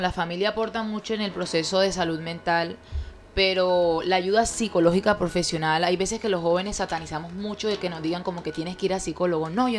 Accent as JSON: {"language": "Spanish", "region": "La Guajira", "country": "Colombia", "tie": "born there", "moved": "yes", "said": "Yo no soy 100%, pero yo nací allá en La Guajira, parte de mi familia es guajira, y como que de pequeña me criaron con eso"}